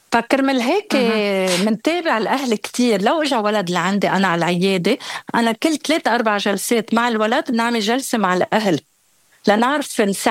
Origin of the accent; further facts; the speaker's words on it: Lebanon; نحن كشعب لبناني بشكل عام شعب قلق، عايشين من حرب لحرب لحرب ما بنخلص